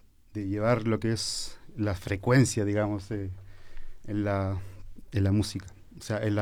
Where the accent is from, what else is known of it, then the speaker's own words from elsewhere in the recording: El Monte, Santiago Metropolitan Region, Chile; yo vengo de Chile, claramente de la comuna del Monte, de un pueblo pequeño ahí en Chile.